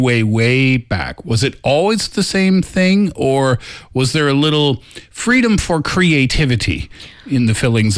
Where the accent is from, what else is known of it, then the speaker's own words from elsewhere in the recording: Canada; As a Canadian, I like to call them delicious hockey pucks.